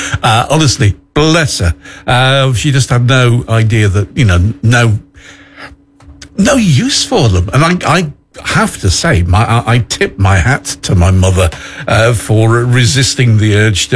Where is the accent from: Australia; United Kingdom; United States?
United Kingdom; Loscoe, East Midlands; That was the local phone box when I was growing up in Losca. You can imagine walking from Clark Avenue in Losca all the way to the bottom of Cottage Garden Lane to phone